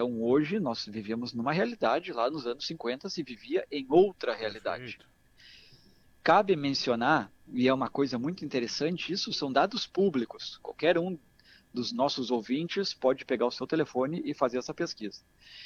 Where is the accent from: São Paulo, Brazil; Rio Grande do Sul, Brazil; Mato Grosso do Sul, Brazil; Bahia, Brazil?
Rio Grande do Sul, Brazil; nós, como gaúchos, temos sim uma cultura muito forte